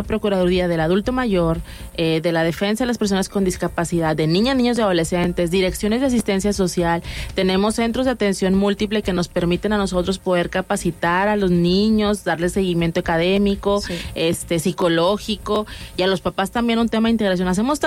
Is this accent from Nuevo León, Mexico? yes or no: yes; San Nicolás de los Garza, Nuevo León, Mexico; Yo soy de San Nicolás, orgullosamente nicolaíta.